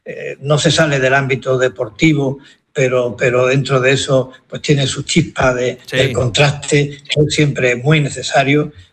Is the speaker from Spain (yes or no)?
yes; Spain; soy de España, somos del Ceuta y del Sporting de Gijón.